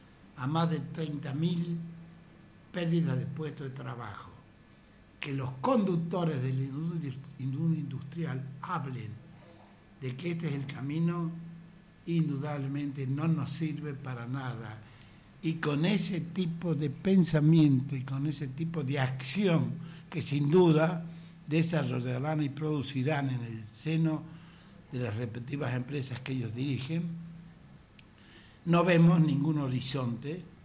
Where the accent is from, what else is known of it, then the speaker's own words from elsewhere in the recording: Argentina; Nuestro pueblo, nuestra forma de ser como argentino